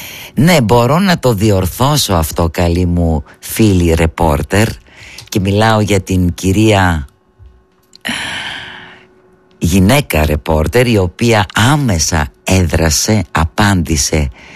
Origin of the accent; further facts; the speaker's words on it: Grevena, Western Macedonia, Greece; σε όλους εκεί στην πατρίδα μου την ιδιαίτερη, στα Γρεβενά, αλλά και κρατάω και από Κοζάνη